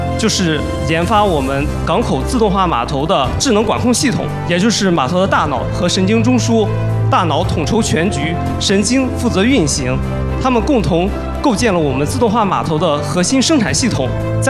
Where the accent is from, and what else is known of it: Shandong, China